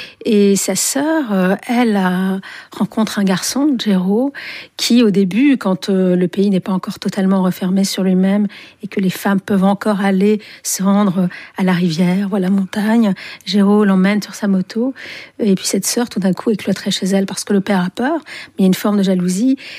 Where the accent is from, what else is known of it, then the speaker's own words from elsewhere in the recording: Algiers, Algiers Province, Algeria; j'ai grandi à Alger, qui était un pays très viril, masculin